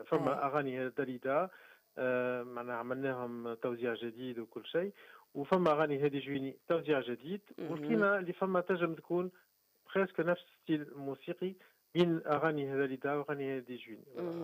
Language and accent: Arabic; Bizerte, Bizerte Governorate, Tunisia; now in Tunis, Tunisia; صحيح انا في انا عشت مولود في بنزرت وعشت شويه في بنزرت وبعد مشيت لتونس